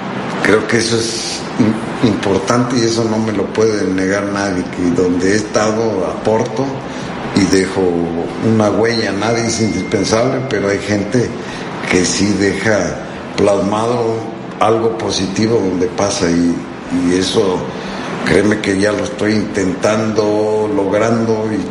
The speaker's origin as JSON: {"language": "Spanish", "country": "Mexico", "said": "yo soy técnico mexicano"}